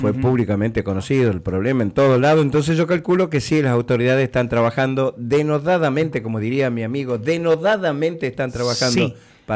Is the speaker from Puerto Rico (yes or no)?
no; Monteagudo, Tucumán, Argentina; moved away; cambió Monteagudo un 100%, así que estoy feliz de la vida yo, porque es mi pueblo.